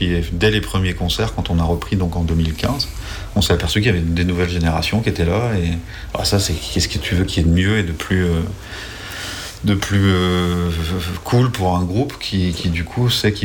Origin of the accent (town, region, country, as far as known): Brittany, France